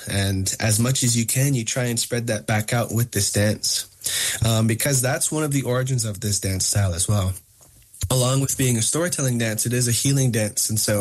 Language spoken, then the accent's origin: English; Ontario, Canada; There's this man that came over to the Algonquin territory where I grew up in Ontario.